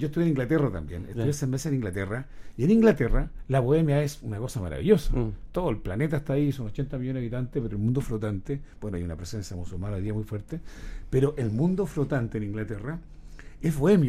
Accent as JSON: {"language": "Spanish", "country": "Chile", "tie": "born there"}